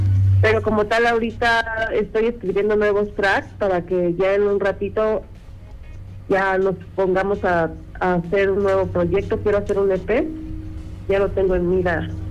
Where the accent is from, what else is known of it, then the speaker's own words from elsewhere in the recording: Naucalpan, State of Mexico, Mexico; moved away as an adult; now in Nezahualcóyotl, Mexico; yo soy de Naucalpan, pero hazte cuenta que ya vivo en Nesa, llevo 5 años acá.